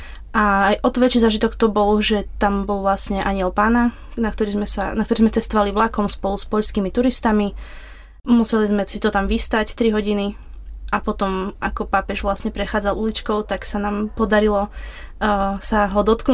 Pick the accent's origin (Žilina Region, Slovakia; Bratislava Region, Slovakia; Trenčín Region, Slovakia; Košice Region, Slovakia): Košice Region, Slovakia; Košice; kedy sme spomenuli, že sme teda z Košíc a že poznáme aj Augustinianov z Košíc, keďže bývame hneď vedľa kostola.